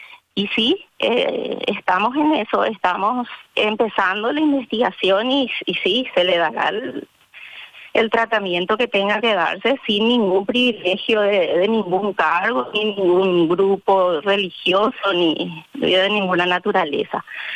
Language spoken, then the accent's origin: Spanish; Asunción, Paraguay; moved away as an adult; now in San Juan Bautista, Paraguay; Yo soy de Asunción, pero ya hace 10 años que estoy residiendo acá.